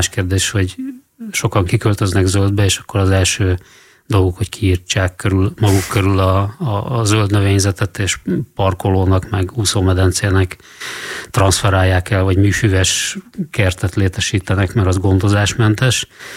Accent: Great Hungarian Plain, Hungary; Hú, hát én egy alföldi paraszt családból származom, ahol apai nagymama, neki hát volt egy 2000 négyzetméteres fóliasátra, és hát több hektárnyi ilyen kertészete, úgyhogy én gyakorlatilag úgy nőttem föl a kertben

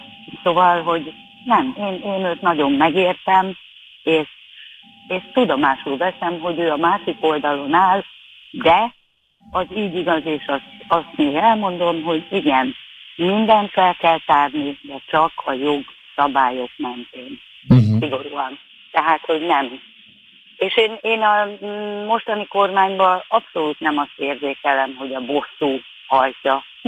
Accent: Hungary; én mondtam, hogy én 58-ba születtem, én gyereknek a Kádár rendszerbe szocializálódtam, fölnőttem

